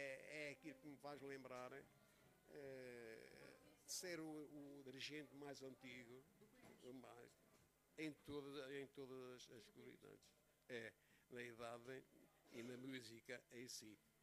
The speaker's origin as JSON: {"language": "Portuguese", "town": "Covilhã", "region": "Centro", "country": "Portugal", "said": "para aqui, para a Covilhã, eu sou da Covilhã"}